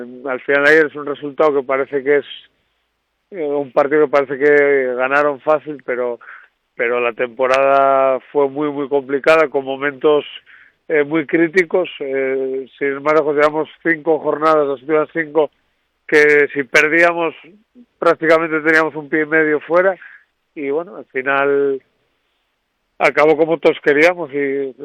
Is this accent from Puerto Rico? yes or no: no; Infiesto, Asturias, Spain; also born or lived in Nava; now in Noreña, Spain; Yo soy de Infiesto, pero bueno, mi mujer es de Nava, tengo mucha vida en Nava, tengo familia en Nava, y tuve la suerte, yo ahora vivo en Noreña, soy un noreñense más